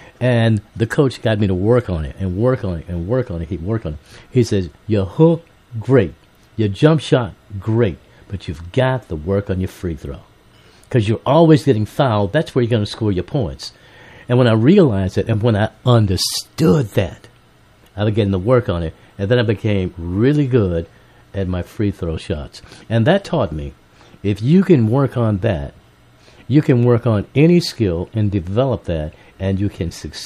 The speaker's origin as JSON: {"language": "English", "town": "Greensboro", "region": "North Carolina", "country": "United States", "tie": "born or raised there", "said": "growing up in Greensboro."}